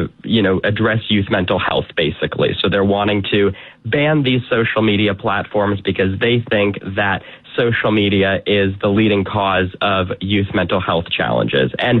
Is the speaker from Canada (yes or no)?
yes; Ontario, Canada; Canada, where I'm speaking to you from, I'm from Toronto, about an hour east of Toronto.